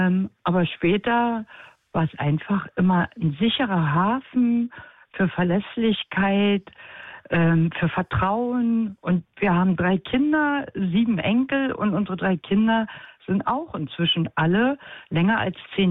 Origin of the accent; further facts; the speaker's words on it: East Germany, Germany; Wir sind im Osten in der DDR groß geworden. Wir haben mit 19 geheiratet